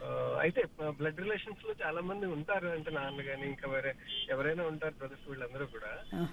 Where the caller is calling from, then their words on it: Hyderabad, Telangana, India; నేను హైదరాబాద్ నుంచి మాట్లాడుతున్నాను.